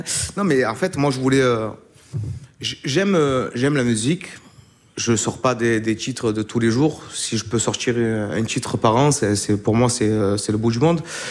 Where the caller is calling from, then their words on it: Marseille, Provence-Alpes-Côte d'Azur, France; je suis Marseillais, quoi qu'il arrive.